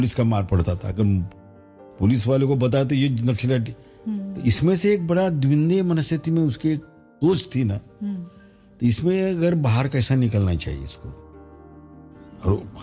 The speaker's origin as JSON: {"language": "Hindi", "town": "Noregaon", "region": "Maharashtra", "country": "India", "tie": "born or raised there", "also_born_or_lived": "Bombay", "said": "मैं मेरा असली जो क्या बोलते उसको जो उसके ऊपर संस्कार बोलती हूँ नोरगांव में हुई चंद्रपुर जिले में जो बालाजी पटेल मेरे मामू थे वहाँ मेरे प्राइमरी शिक्षण से मैं वहाँ गया"}